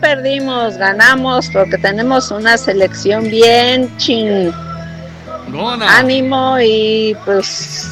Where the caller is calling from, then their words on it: Mexico; somos mexicanos